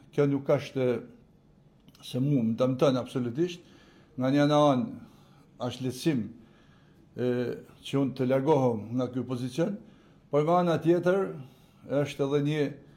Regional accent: Shkodër, Shkodër County, Albania; jam shkodran

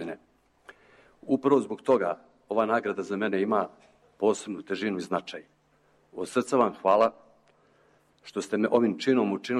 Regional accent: Berane, Berane Municipality, Montenegro; moved away; Iz Berana sam otišao davne 85. ali Berane za mene nije, niti će ikada. Satkan sam od uspomena i iskustva koje mi je s ljubavlju ovaj grad darivao.

